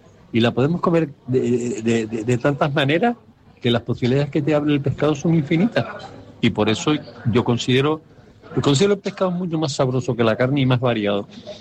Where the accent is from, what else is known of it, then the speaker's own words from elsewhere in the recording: Santa Cruz de Tenerife, Canary Islands, Spain; somos chicharreros aquí en Santa Cruz.